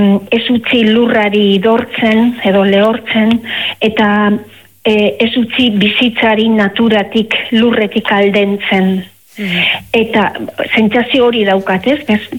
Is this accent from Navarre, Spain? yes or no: no; Basque Country, Spain; Ba, bizkaitarra naiz eta nire herrian dausoan hori egun handia zan, gau handia zan, ez?